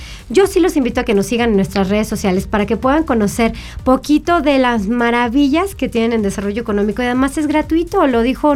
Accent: San Luis Potosí, Mexico; también somos potosinos

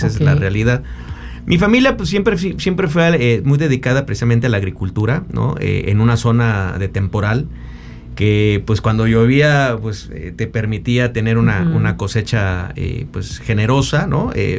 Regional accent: San Luis Potosí, Mexico; soy soy de San Luis Potosí, no tengo hermanos.

